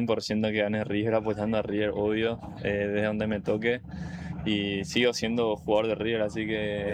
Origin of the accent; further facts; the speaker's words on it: Paraguay; moved away; Yo soy de Paraguay